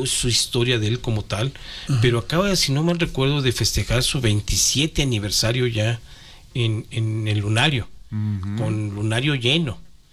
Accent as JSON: {"language": "Spanish", "country": "Mexico", "said": "Como mexicanos, nuestra música es el mariachi."}